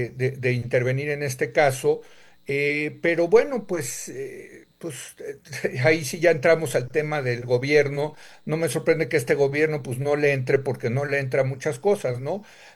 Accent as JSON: {"language": "Spanish", "country": "Mexico", "said": "porque antes de ser judíos, Pepe, somos mexicanos."}